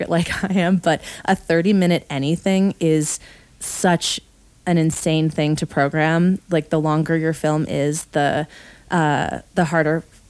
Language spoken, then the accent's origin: English; San Diego, California, United States; moved away as an adult; also born or lived in New York City; I grew up in San Diego, and I didn't really have a film community.